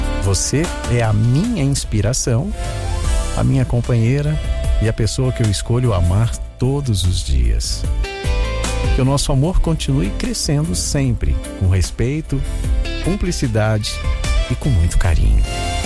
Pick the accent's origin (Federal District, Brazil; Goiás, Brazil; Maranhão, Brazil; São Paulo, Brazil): Maranhão, Brazil; Benedito Leite; Eu sou do interior do Maranhão, no povoado Espinho, município de Benedito Leite.